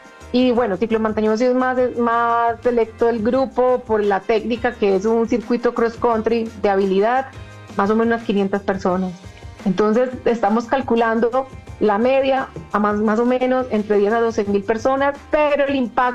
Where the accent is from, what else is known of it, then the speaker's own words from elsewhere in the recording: Colombia; ya que estos invitados internacionales nos conozcan como gente, como colombianos que somos, están emocionadísimos, no se imaginan.